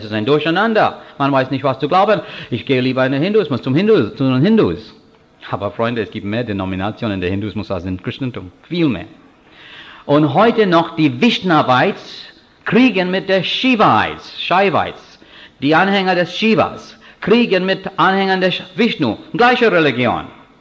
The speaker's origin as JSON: {"language": "German", "country": "India", "second_language": "German", "moved": "yes", "said": "Meiner Meinung nach als Inder"}